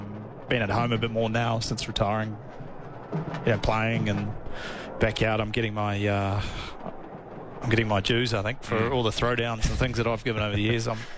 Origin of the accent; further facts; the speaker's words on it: New Zealand; I think as a New Zealander and probably the majority of Australian states, the morning game's a better time to watch it